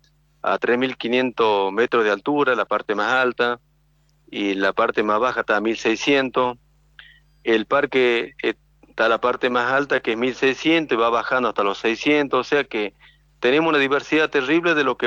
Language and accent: Spanish; Los Toldos, Salta, Argentina; tengo la suerte de ser de acá del lugar. Soy del Perú Toldo.